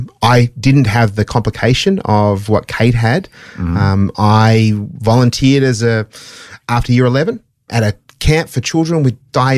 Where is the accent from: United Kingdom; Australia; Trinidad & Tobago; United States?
United Kingdom; England; born there; I was born in England.